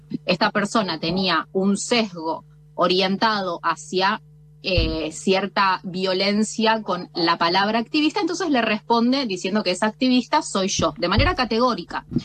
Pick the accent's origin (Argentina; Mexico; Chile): Argentina; now in Epuyén, Argentina; que soy mujer, que soy una activista, que soy argentina